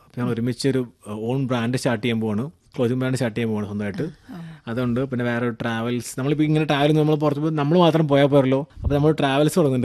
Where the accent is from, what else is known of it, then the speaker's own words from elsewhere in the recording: Malappuram, Kerala, India; moved away; നാട്ടിൽ മലപ്പുറത്ത്